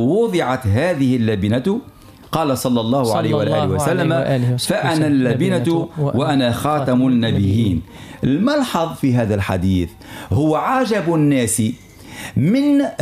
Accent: Tunisia; ونحن في تونس

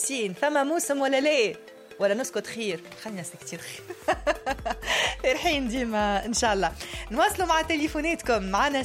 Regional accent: Tunisia; امين ربي يحفظ بلادنا تونس وتوانسة بألف خير

